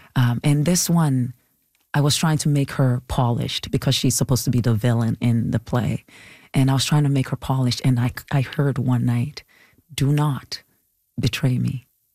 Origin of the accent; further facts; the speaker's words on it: Nigeria; accent: Nigerian; now in Canada; Canada has always been trying to suppress my Nigerian-ness, my act, because they were complaining about my accent.